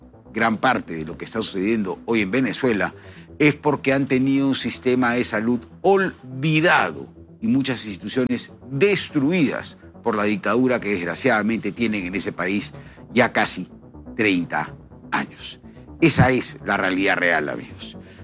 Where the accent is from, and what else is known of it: Peru